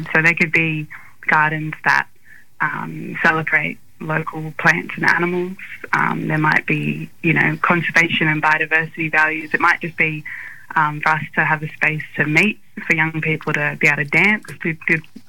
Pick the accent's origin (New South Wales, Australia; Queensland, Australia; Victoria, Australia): New South Wales, Australia; Wollongong; I grew up on Darawal country in Wollongong here.